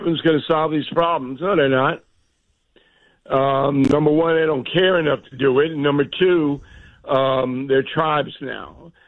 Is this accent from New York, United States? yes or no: yes; New York, United States; So it used to be when I was growing up on Long Island, my parents knew what was going on.